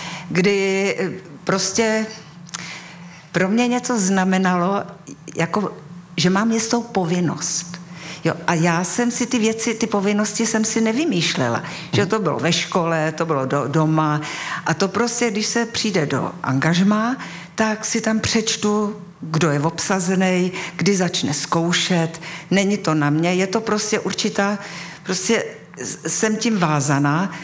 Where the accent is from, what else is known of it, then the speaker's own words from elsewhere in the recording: Prague, Czechia; moved away as an adult; now in Plzeň, Czech Republic; jsem Pražačka a protože Prahu miluju.